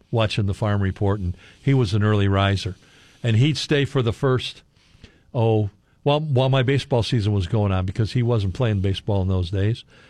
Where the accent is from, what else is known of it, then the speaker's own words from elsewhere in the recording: Lamont, United States; Except that in where I grew up in Lamont, population 5,000, we had three Catholic grammar schools.